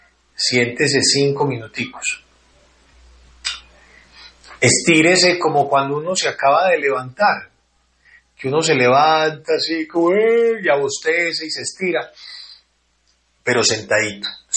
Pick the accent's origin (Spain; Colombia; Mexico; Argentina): Colombia; acá somos muy colombianos. Entonces, acá les decimos peos.